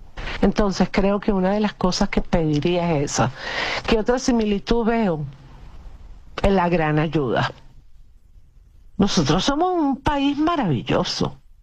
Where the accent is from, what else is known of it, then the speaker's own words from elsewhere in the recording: Venezuela; si bien yo no viví en La Guaira, yo tuve mi vida también en La Guaira, como muchos venezolanos.